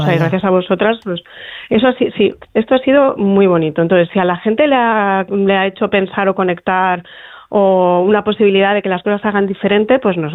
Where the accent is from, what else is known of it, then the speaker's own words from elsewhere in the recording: Gijón, Asturias, Spain; Sí, claro, en la misma casa, claro, yo soy de provincias, yo soy de Gijón además, entonces había esta cosa de no digas nada en el colegio que te van a mirar distinto, ¿no?